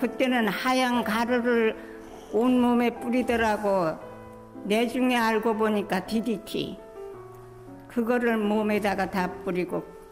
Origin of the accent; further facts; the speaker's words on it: Gonae, Jeju, South Korea; also born or lived in Japan; 태어나기는 일본에서 태어나고 해방 후에 와가지고 고내서 살다가 고내 사람하고 결혼해서 여태 살고 있습니다.